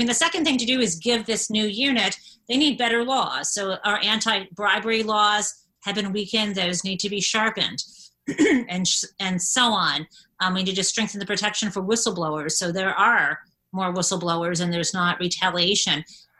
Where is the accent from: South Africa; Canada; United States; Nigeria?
United States; Midwest; maybe it's because I'm a Midwesterner too